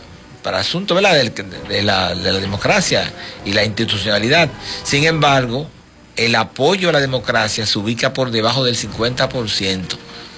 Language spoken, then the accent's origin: Spanish; Dominican Republic